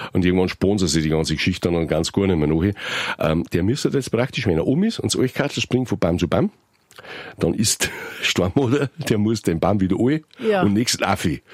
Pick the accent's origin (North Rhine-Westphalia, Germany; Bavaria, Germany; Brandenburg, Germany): Bavaria, Germany; Das ist recht schön, das ist bei uns im Bayerischen Wald, im Bayerwald-Bote mal erklärt